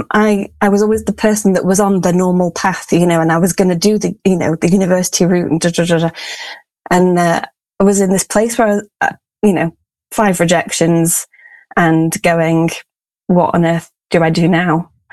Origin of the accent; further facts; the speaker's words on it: Sheffield, Yorkshire and the Humber, United Kingdom; I'm actually from Sheffield originally. I've come back.